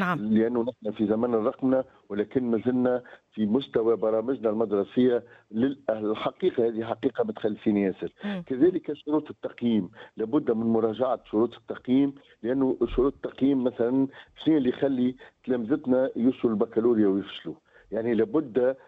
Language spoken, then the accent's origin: Arabic; Tunisia; أولا جودة نحن عندنا تقريبا في تونس حققنا الوصول